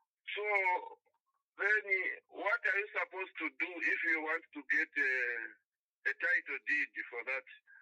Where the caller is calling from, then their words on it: Ndola, Copperbelt, Zambia; I'm calling from Mundora.